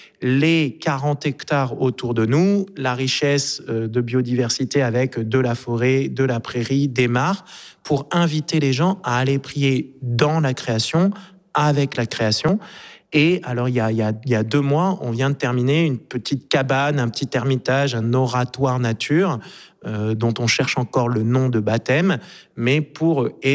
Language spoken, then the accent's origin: French; Marseille, Provence-Alpes-Côte d'Azur, France; moved away; j'ai grandi à Marseille, mais tous les étés, j'allais passer 2 mois dans les terres familiales entre Nantes et Ancenis